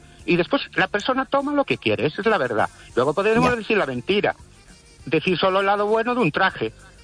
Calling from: Ourense, Galicia, Spain

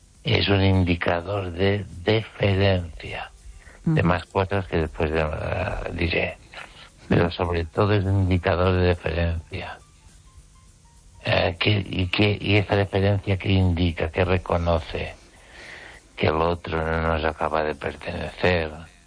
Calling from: Catalonia, Spain; desde Cataluña.

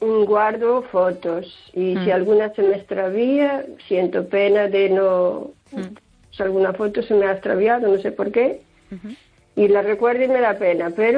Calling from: O Carballiño, Galicia, Spain; de Carballiño.

